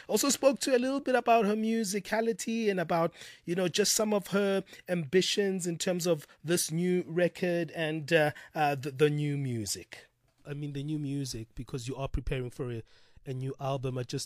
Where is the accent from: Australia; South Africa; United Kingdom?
South Africa; Well, I'm South African.